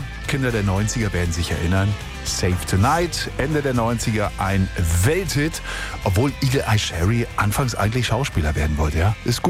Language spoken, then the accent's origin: German; Weißwasser, Saxony, Germany; Sie selber kommen aus Spremberg, das ist auch im Grunde genommen meine Ecke, weil ich komme aus Weißwasser ursprünglich.